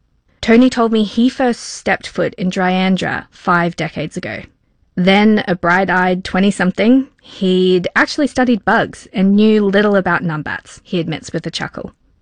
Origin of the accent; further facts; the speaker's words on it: Brisbane, Queensland, Australia; moved away; Growing up on the bushy outskirts of Brisbane, on the other side of the country, my favourite neighbours were the resident koalas.